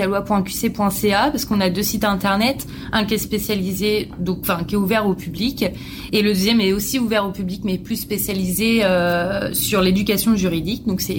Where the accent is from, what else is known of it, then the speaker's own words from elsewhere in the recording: France; moved away as an adult; now in Quebec, Canada; je suis française, je suis arrivée au Québec depuis un an et demi en PVT.